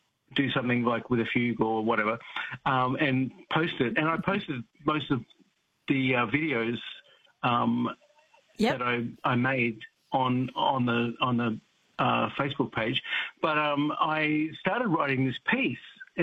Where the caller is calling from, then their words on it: Canada; Good morning from Canada, and I have to tell you that I grew up on Chico Rolls and I love them.